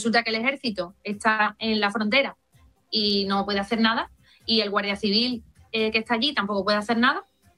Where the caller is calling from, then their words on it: Ceuta, Spain; Yo en todos los años que llevo viviendo en Ceuta yo no he vivido nada igual